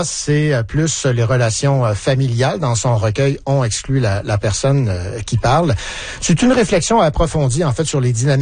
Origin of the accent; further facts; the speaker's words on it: Quebec, Canada; un roman qui se passe chez nous, en Estrie.